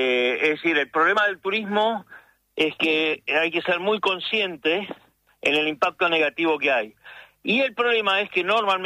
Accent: Bariloche, Río Negro, Argentina; moved away as an adult; also born or lived in Paraguay / Misiones / Chubut; Mira, yo crecí criado en Bariloche. Tengo 67 años y a los 30 y pico me fui a Paraguay

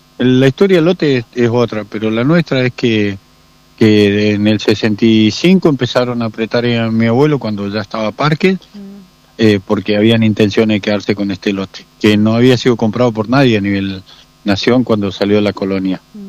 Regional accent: Villa La Angostura, Neuquén, Argentina

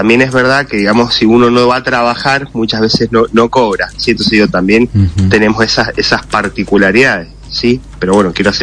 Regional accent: Argentina

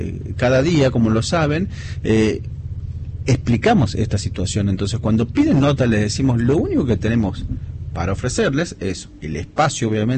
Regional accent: Tucumán, Argentina; como muchos tucumanos y tucumanas, en la casa

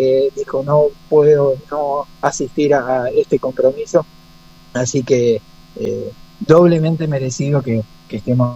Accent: Rosario, Santa Fe, Argentina; now in Viedma, Argentina; soy de Rosario

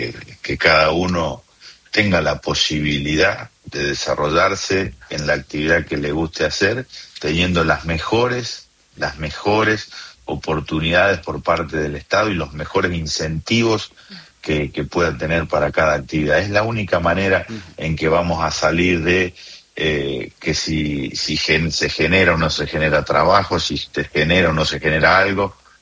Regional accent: Argentina

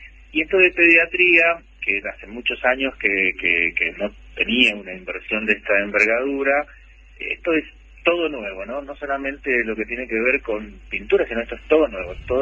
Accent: Curuzú Cuatiá, Corrientes, Argentina; Y bueno, un saludo y afectuoso saludo, soy correntino, a los correntinos que nos escuchan también.

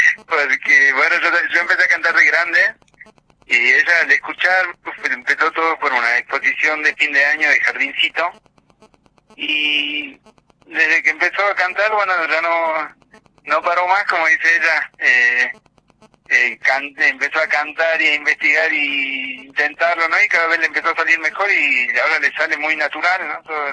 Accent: Abra Pampa, Jujuy, Argentina; Nosotros somos bien Abra Pampeños, tanto yo como su mamá

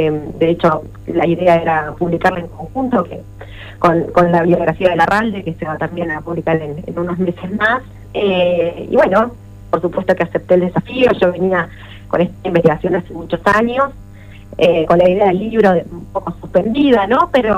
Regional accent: Neuquén, Argentina; also born or lived in Salta; Yo nací en Salta, si bien soy neuquina, nací en Salta por el trabajo de mi papá, que era el petróleo.

